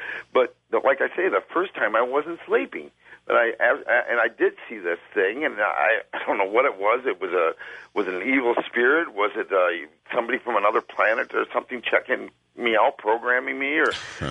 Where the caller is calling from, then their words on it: Grand Rapids, Michigan, United States; from Grand Rapids, Michigan.